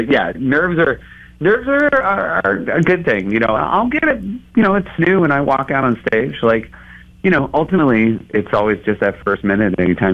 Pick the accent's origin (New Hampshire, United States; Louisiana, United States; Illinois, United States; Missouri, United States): New Hampshire, United States; for me, like when I grew up in New Hampshire, you know, we ultimately didn't go anywhere. We were happy to know that most of the rest of the world came to New Hampshire in the summer.